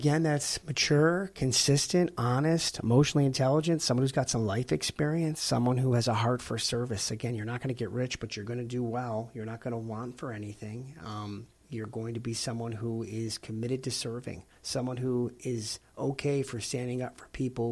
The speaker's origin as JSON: {"language": "English", "town": "Buffalo", "region": "New York", "country": "United States", "said": "Again, I'm from Buffalo originally."}